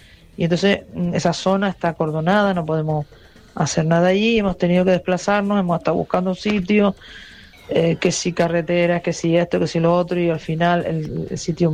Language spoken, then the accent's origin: Spanish; Ingenio, Canary Islands, Spain; yo que soy una cochinera porque soy de Ingenio